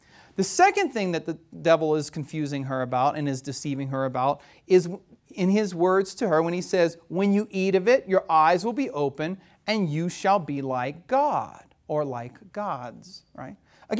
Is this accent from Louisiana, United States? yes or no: yes; Louisiana, United States; born or raised there